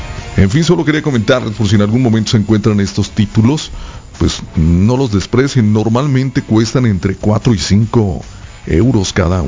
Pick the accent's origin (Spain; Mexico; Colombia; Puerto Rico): Mexico; la mayoría de nosotros como mexicanos, o mejor dicho como habitantes de esta tierra